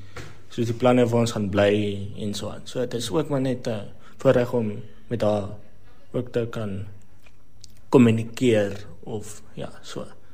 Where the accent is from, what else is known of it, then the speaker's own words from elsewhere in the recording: Pretoria, Gauteng, South Africa; now in George, South Africa; So ek kom oorspronklik van Pretoria af.